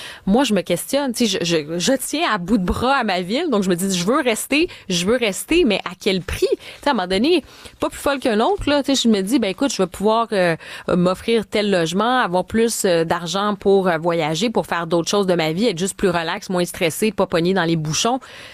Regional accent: Montreal, Quebec, Canada; born there; J'y habite. J'y suis née.

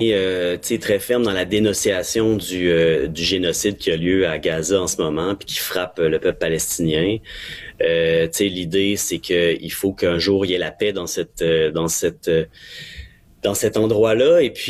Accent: Quebec City, Quebec, Canada; born there; moi, je suis un enfant d'immigrant, là, puis je suis né à Vanier en face du marché du Star, puis je suis Québécois

